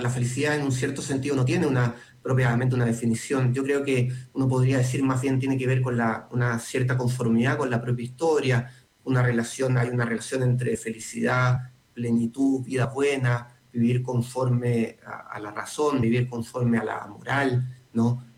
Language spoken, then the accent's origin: Spanish; Chile; porque somos muchos los chilenos y no todos somos de la misma manera, ¿no?